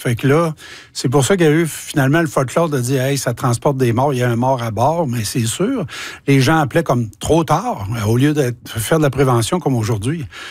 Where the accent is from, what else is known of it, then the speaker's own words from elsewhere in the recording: Sacré-Cœur, Quebec, Canada; Il y a 45 ans, on parle de 1981, j'habitais la Côte-Nord. Je suis originaire de la Côte-Nord